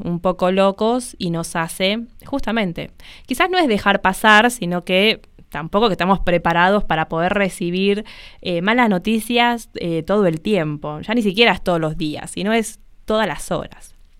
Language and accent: Spanish; Argentina